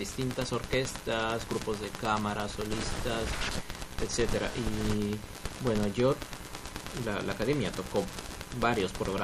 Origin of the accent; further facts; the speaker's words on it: La Libertad, Peru; born there; moved away; No, yo nací en la Sierra de la Libertad.